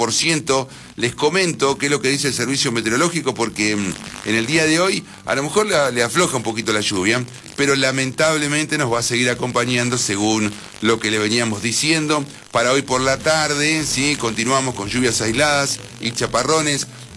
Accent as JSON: {"language": "Spanish", "town": "El Cóndor", "region": "Río Negro", "country": "Argentina", "said": "somos un vecinos del Cóndor"}